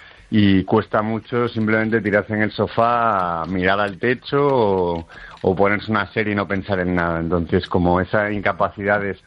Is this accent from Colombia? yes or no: no; A Coruña, Galicia, Spain; somos los dos de Coruña